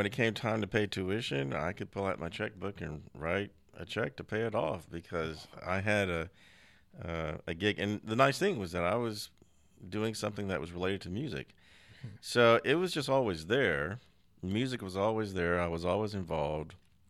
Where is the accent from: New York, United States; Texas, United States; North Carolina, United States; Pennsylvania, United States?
Texas, United States; Austin; also born or lived in Conroe, Texas; I was born in Conroe, and eventually we moved to Austin, which is where I grew up